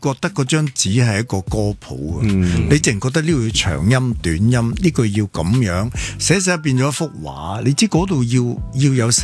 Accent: Hong Kong; 我自己作为一个香港人咧

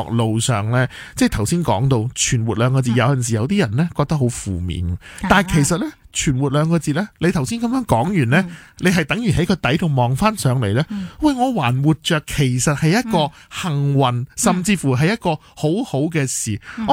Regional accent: Hong Kong; 我哋香港人

